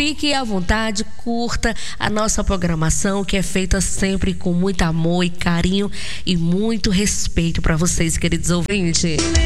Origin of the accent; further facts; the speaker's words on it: Brazil; somos brasileiros, né?